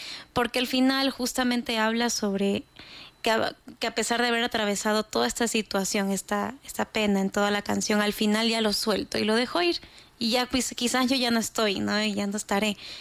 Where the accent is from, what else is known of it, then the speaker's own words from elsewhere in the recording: Imbabura, Ecuador; sentir al Ecuador como lo que de donde vengo, que es la serranía de la Imbabura